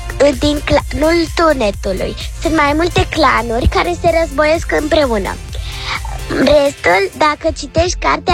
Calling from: Bucharest, Romania; din București și am 9 ani.

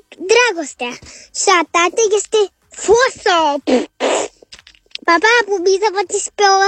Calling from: Bucharest, Romania; din București, am 5 ani

